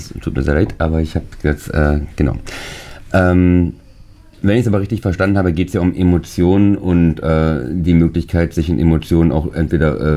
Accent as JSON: {"language": "German", "town": "Brandenburg an der Havel", "region": "Brandenburg", "country": "Germany", "tie": "born or raised there", "moved": "as an adult", "lives_now": "Potsdam, Germany", "said": "Ich bin in Brandenburg-Havel geboren"}